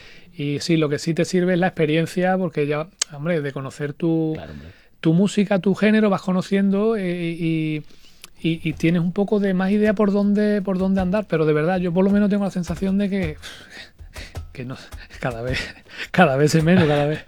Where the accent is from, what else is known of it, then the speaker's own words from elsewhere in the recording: Huelva, Andalusia, Spain; yo soy de Huelva